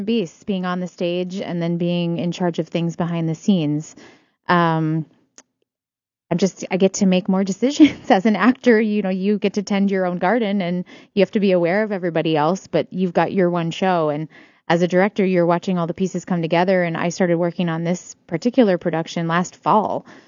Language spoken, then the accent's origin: English; United States; born or raised there; moved away as an adult; also born or lived in New York